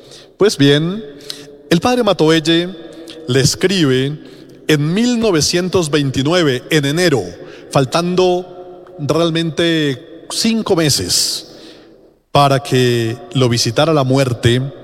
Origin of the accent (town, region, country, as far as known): Ecuador